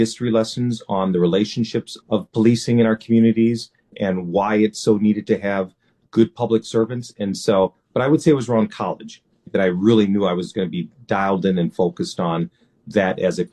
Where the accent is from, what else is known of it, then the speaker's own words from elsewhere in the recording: Minneapolis, Minnesota, United States; growing up in Minneapolis, there weren't many police officers that looked like me.